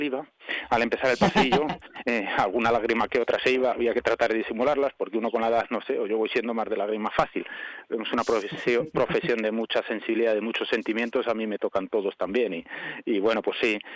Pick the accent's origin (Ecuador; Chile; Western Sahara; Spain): Spain; Zamora, Castile and León; soy de Zamora, pero entre Salamanca y Madrid mucho